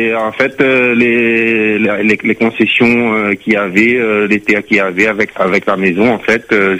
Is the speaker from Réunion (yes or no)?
yes; Réunion; born there; Sur notre terre, qu'on habite ici. Enfin, moi, j'habite ici depuis, j'ai 38 ans.